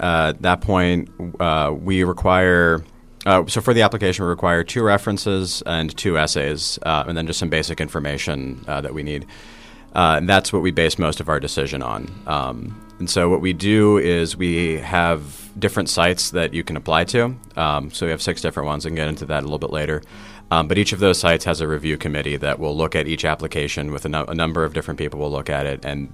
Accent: Philadelphia, Pennsylvania, United States; now in Pittsburgh, United States; Originally, I'm from Philadelphia, but I went to University of Pittsburgh and then moved back to the city and have been here ever since.

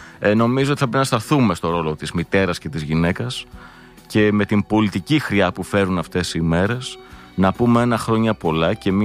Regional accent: Northern Greece, Greece; ως βορειοελλαδίτης δηλαδή, επιτρέψτε μονάχο μια λίγο παραπάνω οικειότητα με τις μπάντες της Θεσσαλονίκης και της Βορειοελλάδος.

